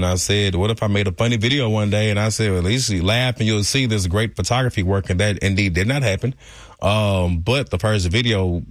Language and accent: English; Dallas, Texas, United States; moved away as an adult; now in Houston, United States; I am from Dallas, Texas. I'm from Oak Cliff.